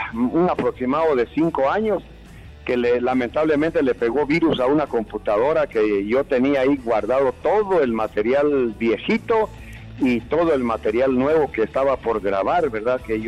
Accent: Guatemala; yo soy puro guatemalteco.

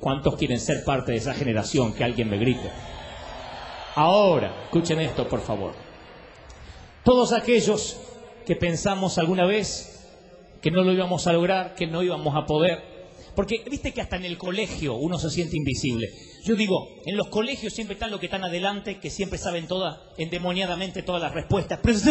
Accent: Argentina; born there; todos aquellos que nacimos en la Argentina de los 60, en la Argentina pobre, paupérrima

